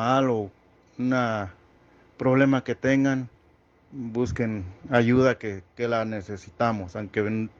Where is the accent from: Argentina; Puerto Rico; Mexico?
Mexico; Guanajuato; now in United States; Yo vengo de Guanajuato.